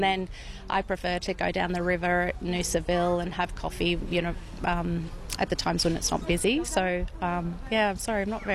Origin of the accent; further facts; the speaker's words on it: Queensland, Australia; born there; I was born in Tawantin. I was born in Karoi, actually. Moved away for a few years when my husband and I had family. We moved back and raised our kids in the area. So, yeah, long time local.